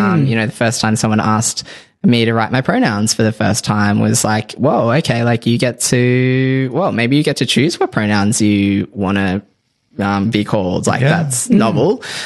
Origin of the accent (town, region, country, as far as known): Tamworth, New South Wales, Australia; born or raised there